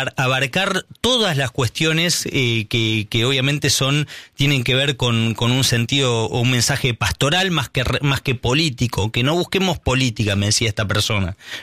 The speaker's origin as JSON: {"language": "Spanish", "country": "Argentina", "said": "los argentinos"}